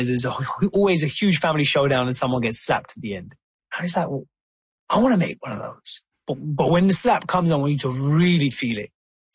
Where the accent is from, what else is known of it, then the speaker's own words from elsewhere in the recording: Wembley, London, United Kingdom; I would read this play about a prince growing up in Denmark, and I was like, this is exactly like growing up in Wembley.